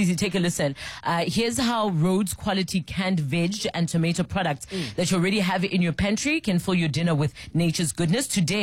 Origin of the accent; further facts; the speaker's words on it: South Africa; we are South African and proudly so.